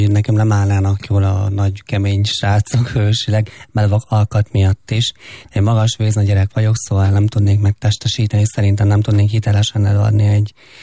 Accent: Fót, Pest, Hungary; én Fóton nőttem fel a gyermekvárosban

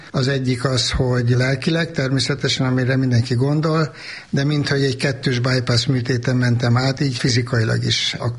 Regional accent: Budapest, Hungary; bár tényleg nem itt lakom, kőbányai vagyok

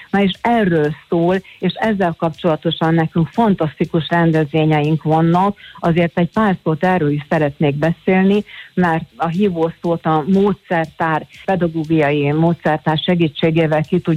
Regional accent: Hungary; hogy magyarok vagyunk, hiszen hát ide születtünk, itt a hazánk, a házunk, a kertünk, és nem magyarkodunk, hanem magyarok vagyunk.

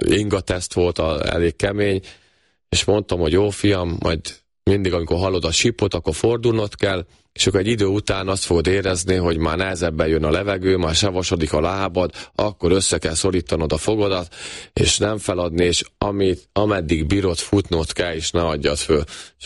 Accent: Kaposvár, Somogy, Hungary; born there; Kaposváron születtem, és még 12 évesen az volt az álmom, hogy egyszer Rákóczi-ba játszhassak, ami sikerült is

